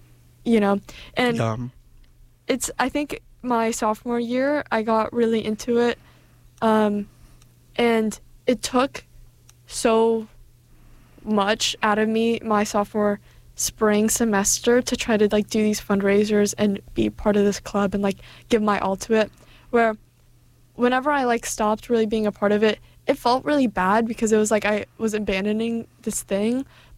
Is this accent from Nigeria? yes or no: no; Ukraine; English is a second language; now in Boston, United States; I don't know if all the viewers know this, but I'm from Ukraine, and with the war and everything, I try to be somewhat involved in things.